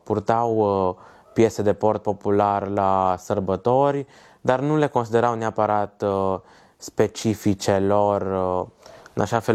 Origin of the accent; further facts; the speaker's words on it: Banat, Romania; Satul din care provin eu este un fost sat nemțesc în care nu au fost bănățeni Bănățeni nativi.